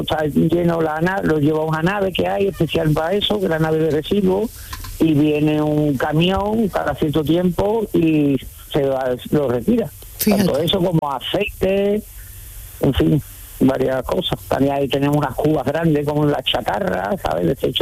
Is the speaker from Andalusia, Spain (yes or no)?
yes; Montequinto, Andalusia, Spain; now in El Ronquillo, Spain; Yo soy de toda la vida de Dios, de Montequinto.